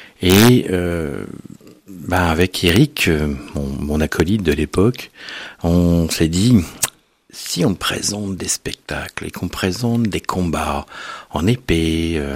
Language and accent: French; Montrichard, Centre-Val de Loire, France; je viens du Loir-et-Cher, de Montrichard exactement.